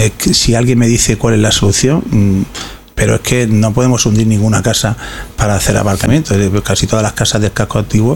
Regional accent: Spain

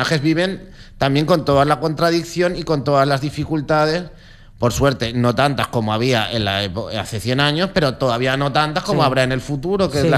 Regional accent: Tenerife, Canary Islands, Spain; moved away as an adult; also born or lived in Vigo; now in Lanzarote, Spain; yo me he criado en Tenerife y he vivido aquí, ya llevo 8 años aquí, pues si te lo piensas, en realidad el léxico que yo utilizo siempre es ese, las construcciones morfosintácticas también. Uh-huh. Lo que no tengo tan claro es el acento

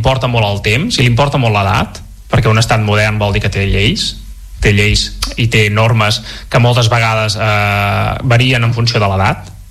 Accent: Munich, Bavaria, Germany; Jo sóc aquí de Múnich de tota la vida.

